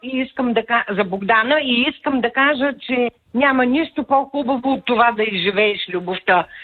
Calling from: Asenovgrad, Plovdiv Province, Bulgaria; от Асеновград.

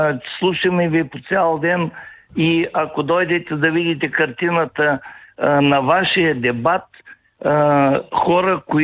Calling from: Silistra, Silistra Province, Bulgaria; от Силистра

